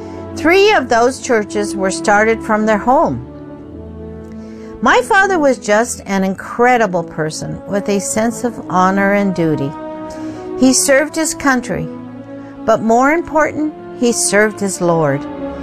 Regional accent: Kobe, Hyogo, Japan; I am the fourth child. I was born in Kobe, Japan, and always considered Japan my home. I like to tell people I was made in Japan.

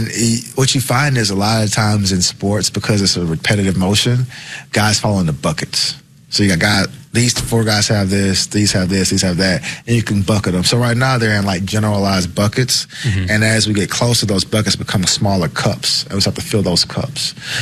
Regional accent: the South, United States; moved away as an adult; now in Nebraska, United States; I'm from the South, too. Like, you got to think, like, I've grown up in the South my entire life.

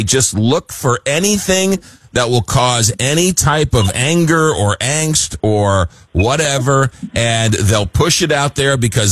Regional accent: New York, United States; I grew up in New York as a Met fan

